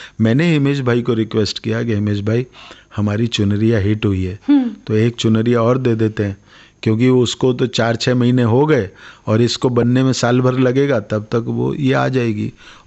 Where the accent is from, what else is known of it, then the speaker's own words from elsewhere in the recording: Haryana, India; देखिए, ये हरियाणा का रहने वाला हूँ।